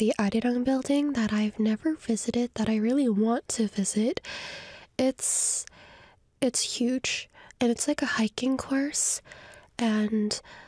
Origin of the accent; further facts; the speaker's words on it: Canada; now in South Korea; I lived in a very foresty place because I'm from Canada. Korea is not really foresty.